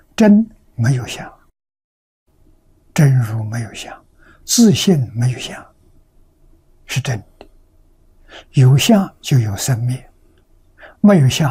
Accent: China

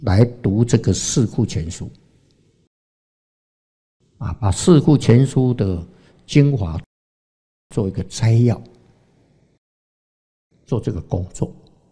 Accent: Taiwan; accent: Taiwanese; 那个老板娘听到我们是台湾口音的啊，讲台语的

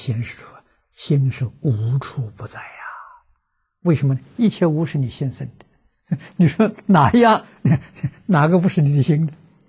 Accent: China

